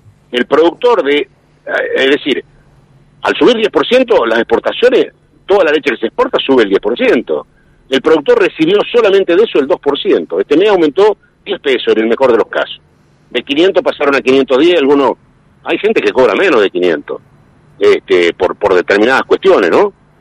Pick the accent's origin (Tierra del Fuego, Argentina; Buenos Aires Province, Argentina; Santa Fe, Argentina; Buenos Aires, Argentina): Santa Fe, Argentina; San Guillermo; yo soy de San Guillermo, nuestra zona no tiene posibilidad de hacer otra actividad porque tenemos problemas con las lluvias.